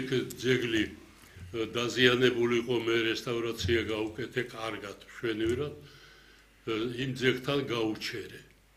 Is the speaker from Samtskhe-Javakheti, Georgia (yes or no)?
no; Gori, Shida Kartli, Georgia; ქართველი ვარ, თანაც გორელი ვარ, მეჯვრისხეველი ვარ.